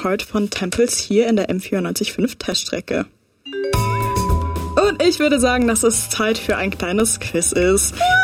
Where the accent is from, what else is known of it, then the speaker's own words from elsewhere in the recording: Slovenia; moved away; ich komme aus Slowenien, deshalb ist mein Name auch so ein bisschen komisch.